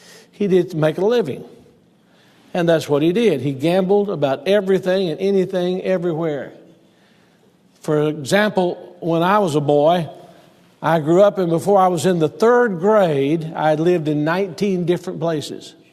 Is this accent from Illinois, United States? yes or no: no; Selma, Alabama, United States; born there; I was born in Selma, Alabama